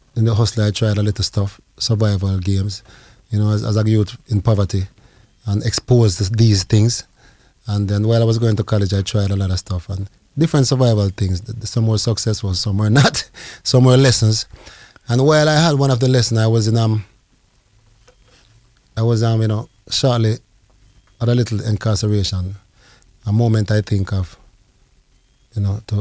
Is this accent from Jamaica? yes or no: yes; Jamaica; born there; moved away as an adult; when I came from Jamaica, I left and went straight into the ghetto.